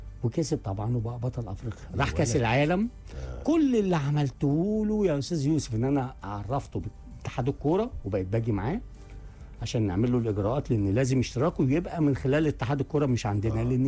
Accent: Egypt; قلت له مستر ايجيبت. انا اللي مستر ايجيبت.

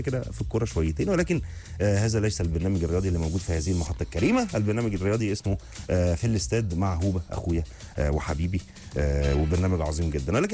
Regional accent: Egypt; عندنا منتخبنا الوطني منتخب مصر

